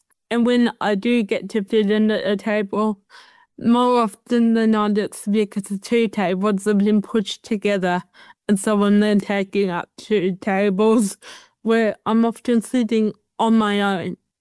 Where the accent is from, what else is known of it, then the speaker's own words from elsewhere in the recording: New South Wales, Australia; I mean, I'm from the Hunter Valley, Sam. I love food.